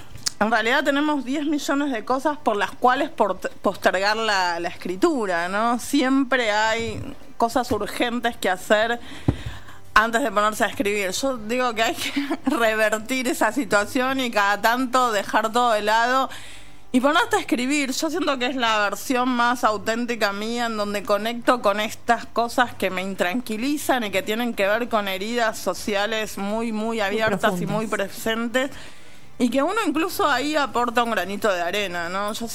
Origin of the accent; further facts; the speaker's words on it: Argentina; yo nací en Argentina en 1978